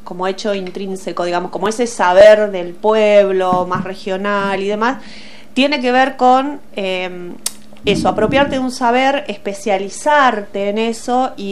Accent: Entre Ríos, Argentina; moved away; yo soy de Entre Ríos

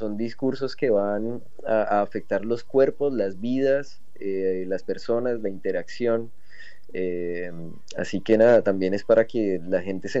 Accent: Colombia; now in La Plata, Argentina

